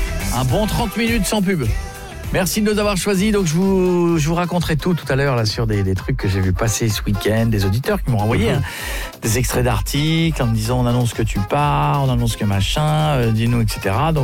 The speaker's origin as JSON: {"language": "French", "region": "Hauts-de-France", "country": "France", "moved": "yes", "lives_now": "Paris, France", "said": "Moi, des 26, hein, vous savez, moi je suis un picard."}